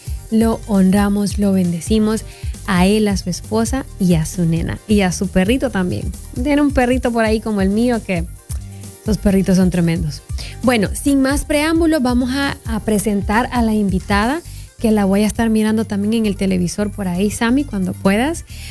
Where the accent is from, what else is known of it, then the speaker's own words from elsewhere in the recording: Honduras; Saben que yo soy de Honduras, pero tengo familia por parte de mi papá en Guatemala.